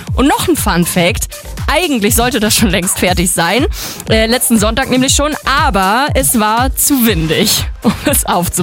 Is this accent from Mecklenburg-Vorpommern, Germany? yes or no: yes; Mecklenburg-Vorpommern, Germany; Wahrscheinlich, weil mich das irgendwie an meine Heimat Mecklenburg-Vorpommern erinnert oder so.